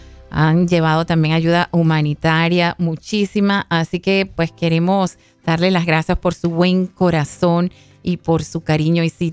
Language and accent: Spanish; Venezuela; como venezolana, quiero darle las gracias a la organización Samaritan's Purse por estar en mi país, Venezuela